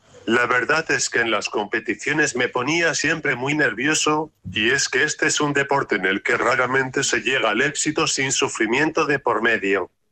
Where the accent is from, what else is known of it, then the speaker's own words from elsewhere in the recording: Castile and León, Spain; Estábamos de vacaciones en mi pueblo de Salamanca, y noté pérdida de fuerza en la mano izquierda partiendo un filete.